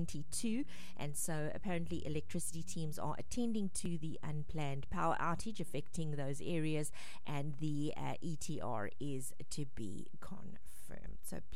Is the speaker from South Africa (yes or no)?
yes; South Africa; because we're South African and we love to braai.